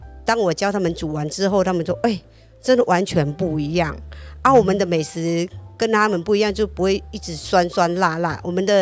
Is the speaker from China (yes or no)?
no; Phnom Penh, Cambodia; now in Taiwan; 来自柬埔寨